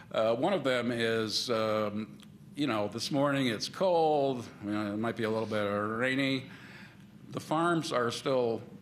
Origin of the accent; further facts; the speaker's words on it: New England, United States; I grew up in New England